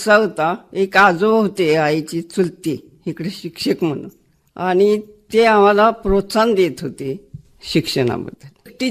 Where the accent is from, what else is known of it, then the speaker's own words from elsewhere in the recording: Sagav, Maharashtra, India; also born or lived in Antari Budruk; सागाव हे माझं मूळ गाव.